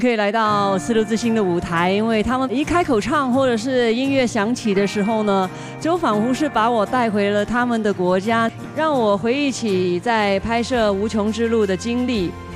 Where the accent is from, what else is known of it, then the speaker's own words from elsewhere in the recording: Hong Kong; 也欢迎大家到我的家乡香港。